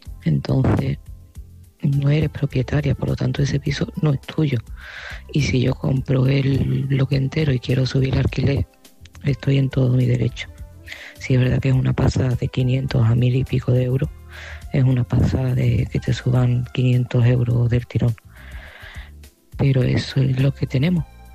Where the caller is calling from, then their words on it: Seville, Andalusia, Spain; de Sevilla y este mensaje va para Adela.